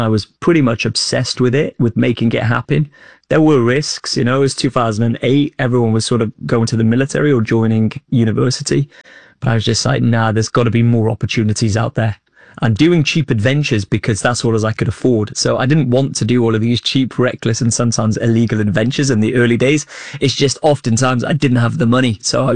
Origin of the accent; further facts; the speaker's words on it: Old Colwyn, Wales, United Kingdom; growing up in North Wales in Old Colwyn, you know, a place no one really knows